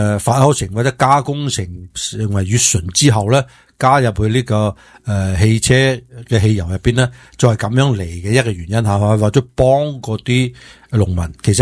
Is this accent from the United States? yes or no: yes; California, United States; 其实系老点我哋加州人㗎